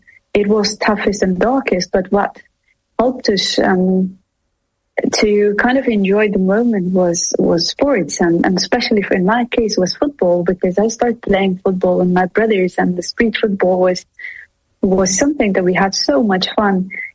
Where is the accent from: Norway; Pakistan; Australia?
Pakistan; also born or lived in Iran / Afghanistan; We came back to Afghanistan with different mindset. Because we grew up in Pakistan or Iran, many refugees, Afghan refugees came back.